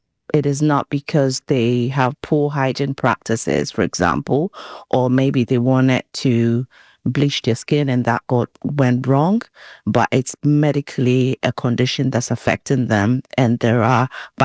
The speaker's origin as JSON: {"language": "English", "country": "Ghana", "tie": "born or raised there", "said": "I grew up in Ghana, West Africa, so I mean, it was really very obvious"}